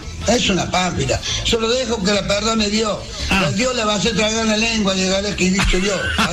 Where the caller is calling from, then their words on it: Córdoba, Argentina; yo vivo en Barrio Bacán, Alta Córdoba.